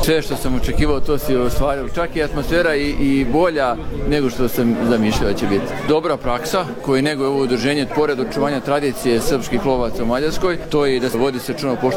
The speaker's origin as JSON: {"language": "Serbian", "town": "Novi Sad", "region": "Vojvodina", "country": "Serbia", "said": "Da, dolazim iz Novog Sada"}